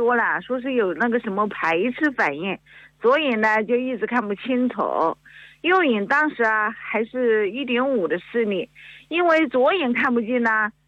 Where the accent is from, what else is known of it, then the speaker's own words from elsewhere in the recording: Hubei, China; 胡老师啊，我们真的挺有缘分的啊。我是湖北人梦的，